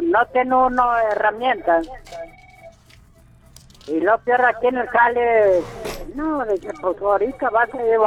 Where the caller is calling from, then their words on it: Villa de Cos, Zacatecas, Mexico; No, no, soy de Lobatos.